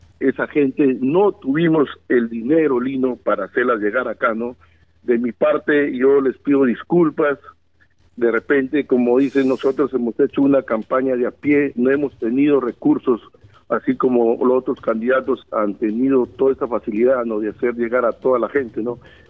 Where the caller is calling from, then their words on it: Olmos, Lambayeque, Peru; mi pueblo de Olmos